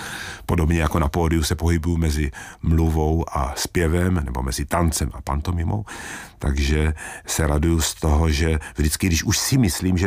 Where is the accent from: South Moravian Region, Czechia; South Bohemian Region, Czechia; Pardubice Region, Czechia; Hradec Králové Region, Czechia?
South Moravian Region, Czechia; Brno; Jsem teda z Brna, ale těch brněnských strašidel z různých důvodů je málo, zatímco těch pražských je spousta.